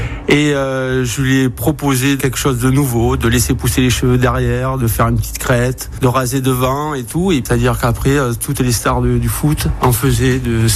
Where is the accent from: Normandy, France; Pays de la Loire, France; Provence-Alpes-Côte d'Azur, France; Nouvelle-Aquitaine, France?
Nouvelle-Aquitaine, France; La Réole; Je suis originaire du sud Gironde, de l'Aréol.